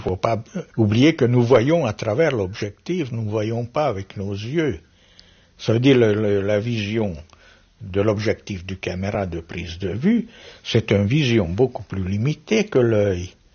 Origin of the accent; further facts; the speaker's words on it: Paris, Île-de-France, France; born there; Je suis né comme peintre à Paris